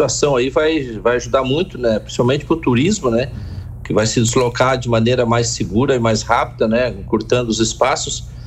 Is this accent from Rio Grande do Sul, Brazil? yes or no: yes; Rio Grande do Sul, Brazil; now in Araranguá, Brazil; Ah, mas tu é gaúcho, tu é da onde, da onde? E a gente tá vendo o crescimento que tá tendo Araranguá, né, e toda a região.